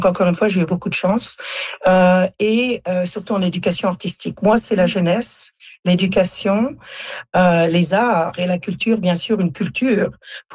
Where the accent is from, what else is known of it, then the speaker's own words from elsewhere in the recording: Grand Est, France; moved away as an adult; now in Niagara, Canada; Ça fait 35 ans, en fait, que je réside en Ontario. Je suis originaire de la Champagne, en France. J'ai toujours voulu vivre au Niagara, pardon, en Ontario français.